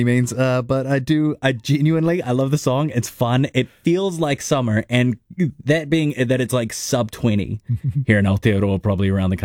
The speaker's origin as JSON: {"language": "English", "country": "American Samoa", "tie": "born or raised there", "said": "I have many memories of growing up in Samoa and like the buses sitting on our house in American Samoa was like on the corner of this road"}